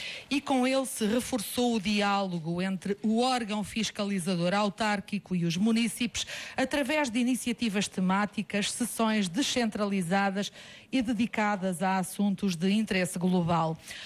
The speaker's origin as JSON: {"language": "Portuguese", "town": "Castelo Novo", "region": "Centro", "country": "Portugal", "tie": "born or raised there", "said": "O Dr. Vítor Martins, que é da minha terra, Castelo Novo, daí esta linguagem de proximidade, a nossa terra, o nosso chão, a nossa gardunha."}